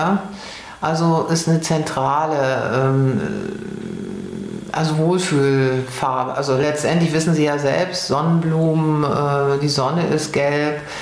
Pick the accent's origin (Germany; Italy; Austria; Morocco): Germany; Germerode, Hesse; Ich komme ja aus Germerode